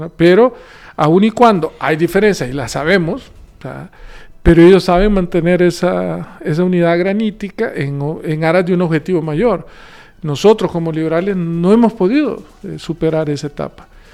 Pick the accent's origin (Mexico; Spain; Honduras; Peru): Honduras; todos como hondureños